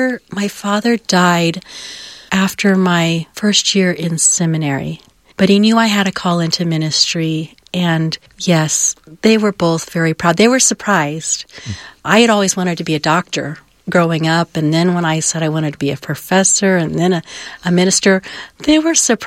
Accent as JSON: {"language": "English", "region": "Oklahoma", "country": "United States", "tie": "born or raised there", "also_born_or_lived": "Cheyenne, Wyoming", "said": "You take for granted, you know, when I came from Cheyenne, Wyoming, or I grew up in the Bible Belt in Oklahoma, Methodist churches were huge."}